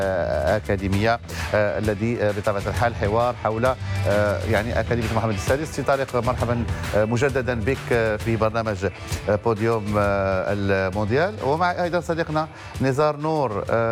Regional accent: Morocco; احنا من المغرب

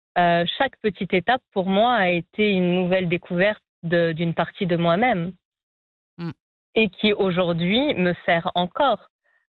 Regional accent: France; En plus, je venais de France, oui

